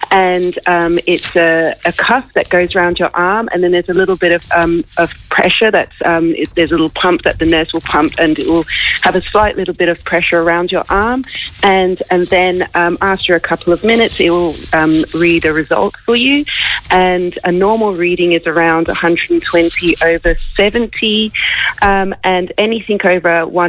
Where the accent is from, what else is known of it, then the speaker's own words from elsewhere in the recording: Australia; moved away; I am Australian